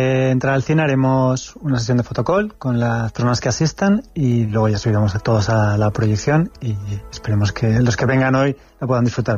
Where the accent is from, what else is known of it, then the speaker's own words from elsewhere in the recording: Aragon, Spain; moved away; que es de mi tierra